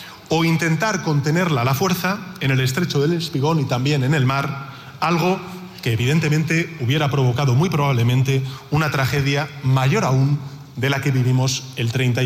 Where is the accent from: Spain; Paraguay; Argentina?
Spain